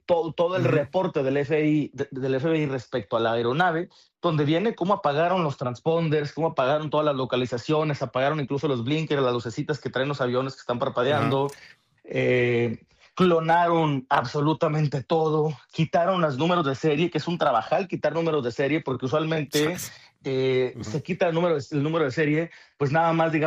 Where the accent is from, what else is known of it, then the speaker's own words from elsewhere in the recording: Mexico; yo estoy lejos de la capital. Yo tengo mi terruño acá del otro, en una esquina de México.